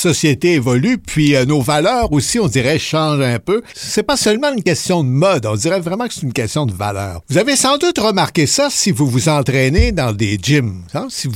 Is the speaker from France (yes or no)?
no; Atlantic Canada, Canada; chez nous en Atlantique